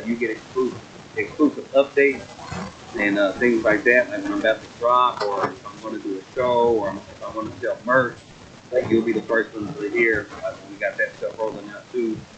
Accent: Kilgore, Texas, United States; So I live in Kilgore. I'm from Kilgore.

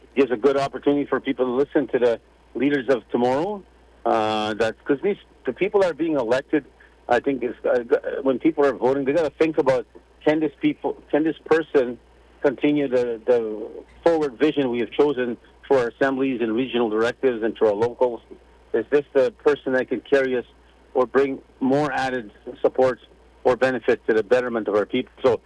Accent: Canada; we're part Canadian, so we're part of the country.

